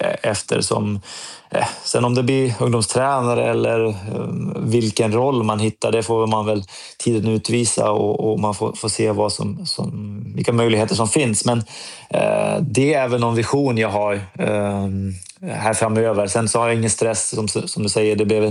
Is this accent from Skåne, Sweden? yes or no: no; Härnösand, Västernorrland County, Sweden; moved away; drömmarna startade tidigt i Härnösand